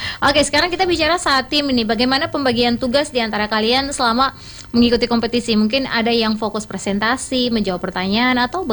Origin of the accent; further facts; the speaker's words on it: Papua, Indonesia; tong dari Papua.